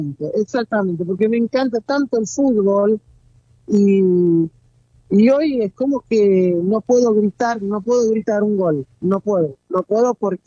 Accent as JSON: {"language": "Spanish", "country": "Argentina", "said": "52 años. Mi vida está acá. Soy argentino. De eso no hay duda, y lo digo con mucho orgullo."}